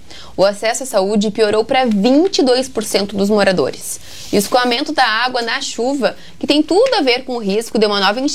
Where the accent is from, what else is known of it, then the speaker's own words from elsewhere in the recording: São Gabriel, Rio Grande do Sul, Brazil; moved away; Eu sou de São Gabriel